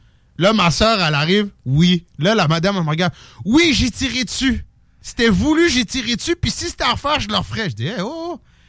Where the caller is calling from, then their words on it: Quebec City, Quebec, Canada; ben moi, je viens de Limoilou.